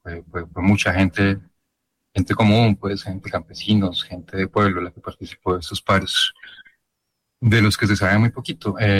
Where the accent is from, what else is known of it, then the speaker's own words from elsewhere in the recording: San Carlos, Antioquia, Colombia; él es del mismo pueblo que yo, de San Carlos, del oriente antioqueño, pues.